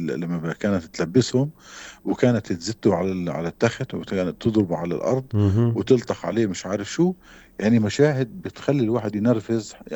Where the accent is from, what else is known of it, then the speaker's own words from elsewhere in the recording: Palestine; أنا كإنسان فلسطيني